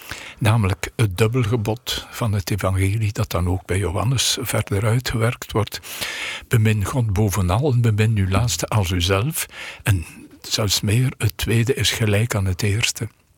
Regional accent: Poperinge, Flanders, Belgium; now in Netherlands; Ik ben uit Poperingen. Dat ligt vlakbij Ieper, maar eigenlijk vlakbij de Franse grens. En dat heeft mijn jeugd zeer getekend. Ik heb altijd aan mensen gezegd, ik ben geboren tussen 2 abdijen.

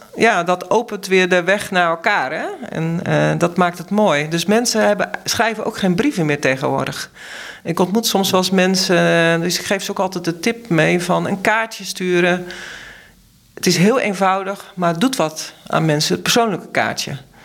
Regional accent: Ridderkerk, South Holland, Netherlands; Nou ja, even mijn ouders kwamen uit Tolen. Ik ben zelf verder opgegroeid in de Ridderkerk.

